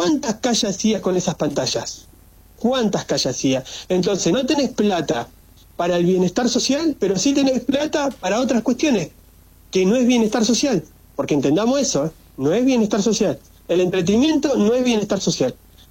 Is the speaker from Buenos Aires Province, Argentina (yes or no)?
yes; Carmen de Patagones, Buenos Aires Province, Argentina